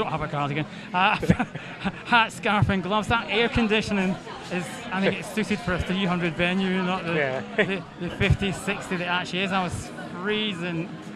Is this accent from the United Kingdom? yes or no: yes; Glasgow, Scotland, United Kingdom; I'm from Glasgow, Edinburgh